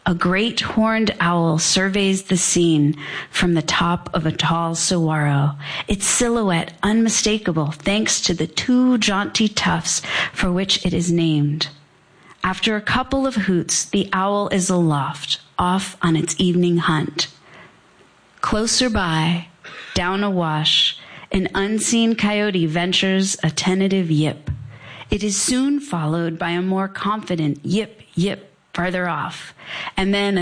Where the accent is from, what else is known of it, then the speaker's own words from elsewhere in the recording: Providence, Rhode Island, United States; I grew up in Providence, Rhode Island.